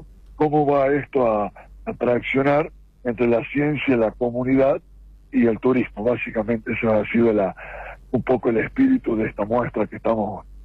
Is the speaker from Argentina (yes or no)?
yes; La Rioja, Argentina